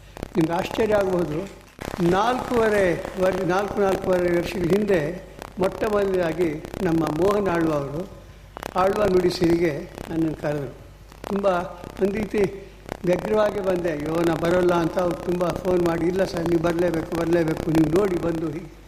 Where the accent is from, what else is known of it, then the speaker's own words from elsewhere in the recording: Karnataka, India; ನಮ್ಮ ಹಳೆ ಮೈಸೂರಿನ ಸಪ್ಪೆ ಅಡುಗೆಗೆ